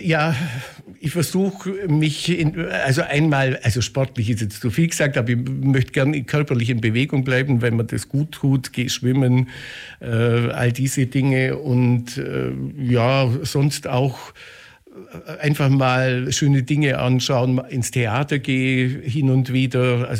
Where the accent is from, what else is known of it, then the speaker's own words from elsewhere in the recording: Bavaria, Germany; Naja, ich stamme gebürtig sogar aus dem Landkreis Neuem und kenne das Kloster eigentlich von Kindesbeinen an, zumindest als Gebäude. Ich war in Weißenhorn am Gymnasium